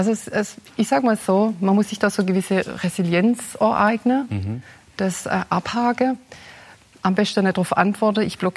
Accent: Baden-Württemberg, Germany; accent: Swabian

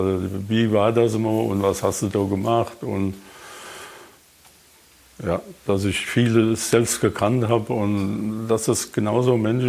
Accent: Rhineland-Palatinate, Germany; Und ich sagte, aus der Nähe von Mainz.

